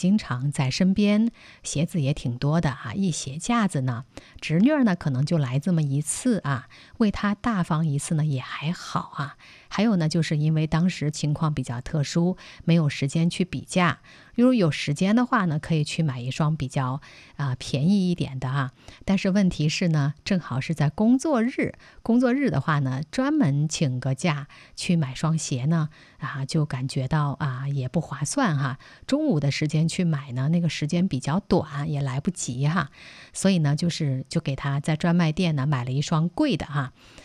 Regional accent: China

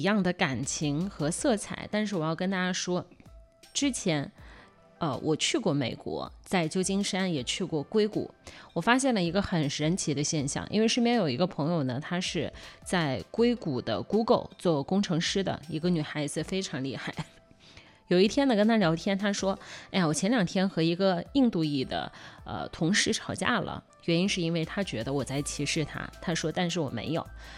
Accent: Kaifeng, Henan, China; moved away; 10点落地河南，然后开车回到我的老家开封。

